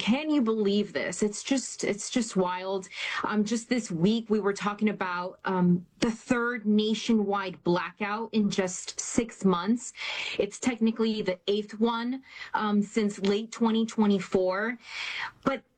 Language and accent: English; Florida, United States; I'm a mutt. First and foremost, America. I was, you know, born here, born and raised in South Florida. So I'm, first of all, an American.